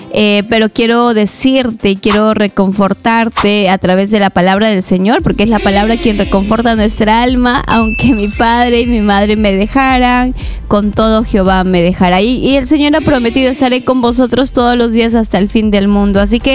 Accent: Aguaytía, Ucayali, Peru; Hola, Mayo, buenas tardes … de Aguaitía.

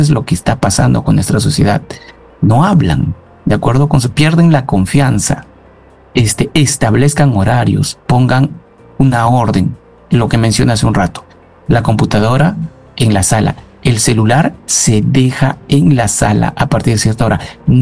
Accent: Peru

